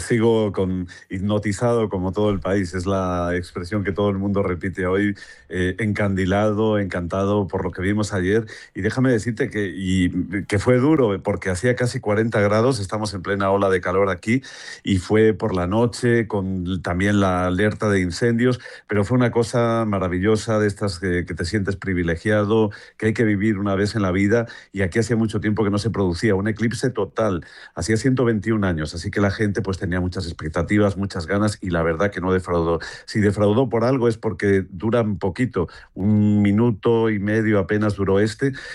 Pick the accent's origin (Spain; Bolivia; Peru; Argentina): Spain; yo me moví pues como miles, y yo me atrevería a decir que millones de españoles